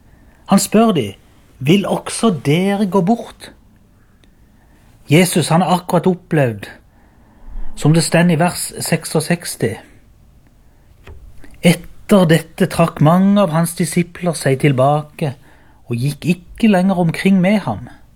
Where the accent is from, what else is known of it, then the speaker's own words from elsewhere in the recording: Byremo, Agder, Norway; jeg kommer fra Byremo, og jeg gjeng I menigheten Ebenezer Byremo.